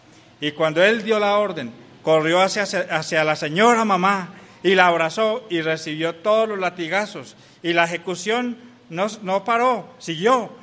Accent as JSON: {"language": "Spanish", "town": "La Virginia", "region": "Risaralda", "country": "Colombia", "moved": "yes", "said": "Hay bastantes de nuestros jóvenes allá, en la Virginia, de donde vengo."}